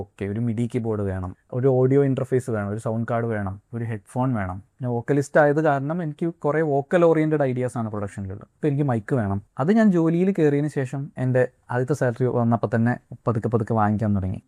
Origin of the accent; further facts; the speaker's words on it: Malappuram, Kerala, India; also born or lived in Wayanad; ഞാൻ മലപ്പുറംകാരനാണ്, പിന്നെ വയനാട്ടിൽ 5 വർഷം ജീവിച്ചിട്ടുണ്ട്.